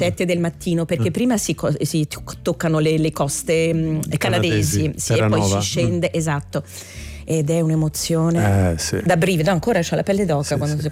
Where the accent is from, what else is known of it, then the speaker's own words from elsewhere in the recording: Rome, Lazio, Italy; moved away as an adult; però sono nata a Roma, sono cresciuta a Roma, poi certo a 19 anni ho preso il volo.